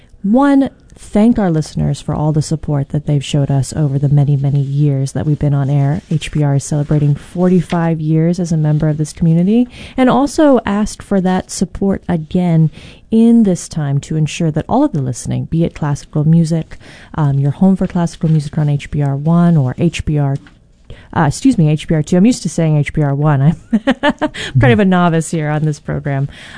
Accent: Hawaii, United States; now in San Francisco, United States; I work from San Francisco, and then I'm from Hawaii Island. And so I would say I spend about a quarter of my time in Honolulu. I'm able to spend about a quarter of my time where I grew up, and then the rest of the time in San Francisco.

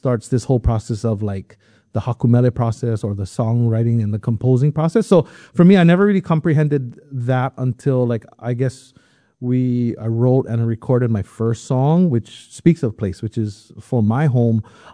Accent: Hawaii, United States; maybe I can speak for all of us as a Hawaiian musician or just a musician from Hawaii even.

